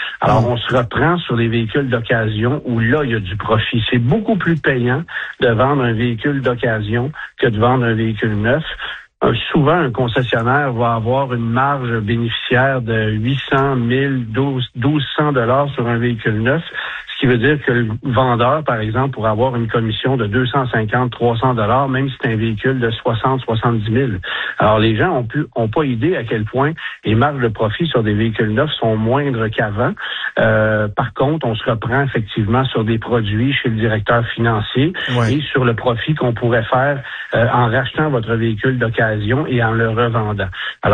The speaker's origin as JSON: {"language": "French", "country": "Canada", "said": "ce sont les catégories de véhicules les plus populaires chez nous au Canada."}